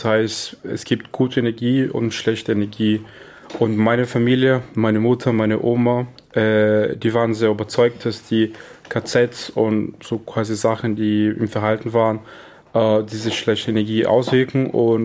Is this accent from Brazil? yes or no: yes; Brazil; moved away; Ich komme aus Brasilien natürlich.